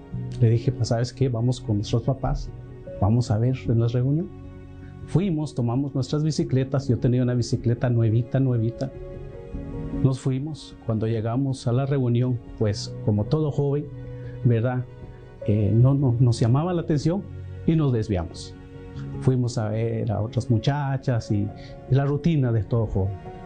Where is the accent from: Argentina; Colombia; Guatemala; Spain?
Guatemala; moved away; soy de Guatemala.